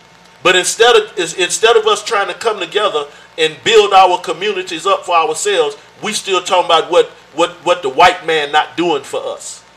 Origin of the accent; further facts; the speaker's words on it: United States; because I was raised up in America too.